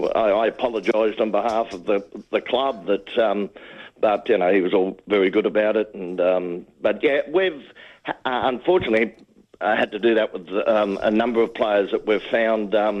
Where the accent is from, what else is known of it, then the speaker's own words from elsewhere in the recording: Clovelly, New South Wales, Australia; Oh, well, I was brought up in Clovelly.